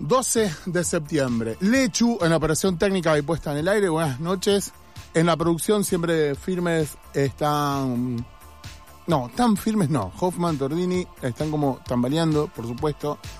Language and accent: Spanish; Uruguay; now in Argentina; como estoy fallando como uruguayo.